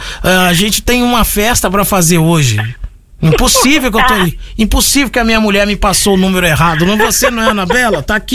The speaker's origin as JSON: {"language": "Portuguese", "region": "Minas Gerais", "country": "Brazil", "said": "Sou muito humilde, eu sou do interior de Minas Gerais. Tá aqui, eu só tô dando um recado, sou do interior de lá."}